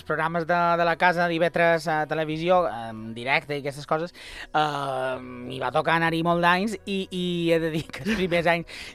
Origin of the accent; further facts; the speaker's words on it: Consell, Balearic Islands, Spain; Bueno, una infància a un poble, jo aquí som de Consell